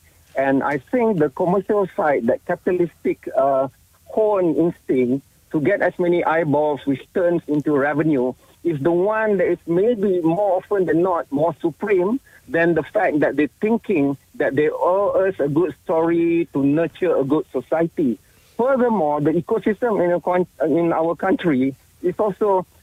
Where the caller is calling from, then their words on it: Malaysia; I'm a Malaysian